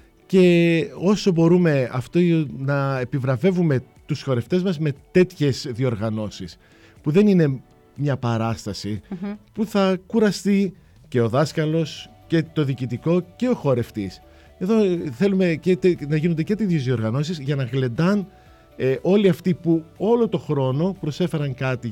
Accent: Xanthi, Eastern Macedonia and Thrace, Greece; Είμαστε πολύ δεμένοι σε αυτό το κομμάτι εδώ οι ντόπιοι της Ξάνθης, οι Ξανθιώτες.

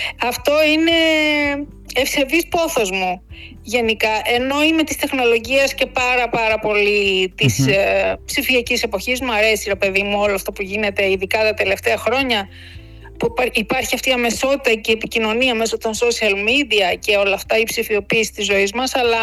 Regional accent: Greece; moved away as an adult; also born or lived in United States; Στην Ελλάδα γεννήθηκα, στην Ελλάδα μεγάλωσα.

